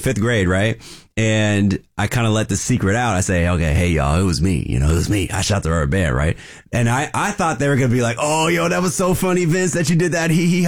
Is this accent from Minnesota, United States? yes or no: no; Vancouver, Washington, United States; I grew up in Vancouver, Washington.